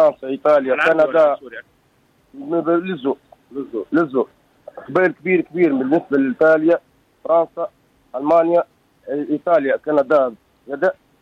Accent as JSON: {"language": "Arabic", "town": "Moknine", "region": "Monastir Governorate", "country": "Tunisia", "said": "مرحبا بكم في بلادنا وفي حومتنا في حومة قلالات عاصمة الفخار."}